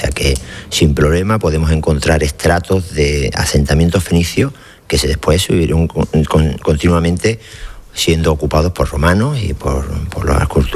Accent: Morocco; Otros somos españoles, yo de Marruecos, otros andaluces.

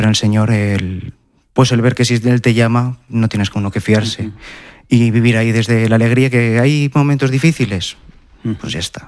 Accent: Madrid, Community of Madrid, Spain; born there; Sí, mi abuela es de un pueblo de Toledo, de Otero, aunque bueno, yo nací en Madrid y toda mi familia es de Madrid.

